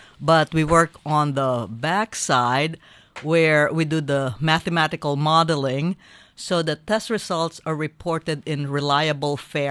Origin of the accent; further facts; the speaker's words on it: Philippines; born there; Yes, I was born in the Philippines.